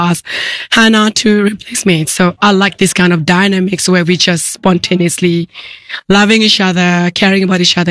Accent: Malaysia; And it's so close to my heart because I'm from Malaysia too. So I remember all the songs.

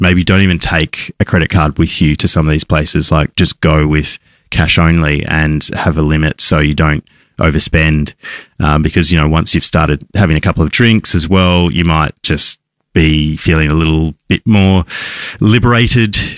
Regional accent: Australia; I think that's one of the naiveties of traveling as an Australian overseas

